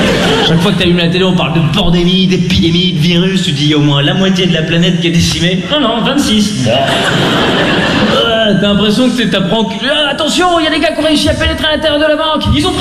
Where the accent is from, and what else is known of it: Lausanne, Vaud, Switzerland